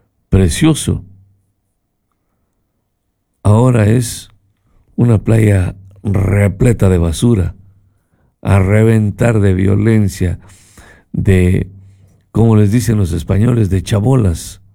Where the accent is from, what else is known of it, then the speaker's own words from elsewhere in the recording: Ecuador; Nosotros los ecuatorianos